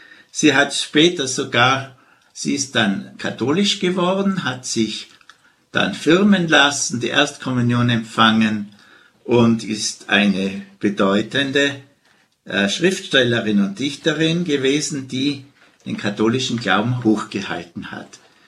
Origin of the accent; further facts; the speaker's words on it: Hall, Tyrol, Austria; In meiner Heimatstadt Hall war ein Prediger, der aus der Schweiz gekommen ist, auf die Kanzel der Stadtpfarrkirche gestiegen